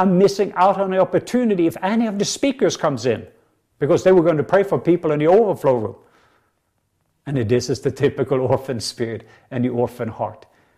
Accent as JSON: {"language": "English", "country": "Norway", "second_language": "English", "said": "I came all the way from Norway and I'd saved money for 6 months"}